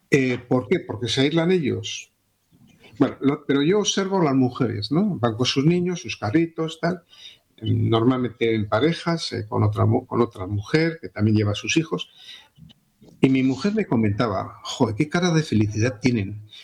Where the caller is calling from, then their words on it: Vitoria-Gasteiz, Basque Country, Spain; En Vitoria, donde yo vivo, bueno, ahora no estoy allí, pero Vitoria, donde yo vivo, tiene muchísimo musulmán donde se forman guetos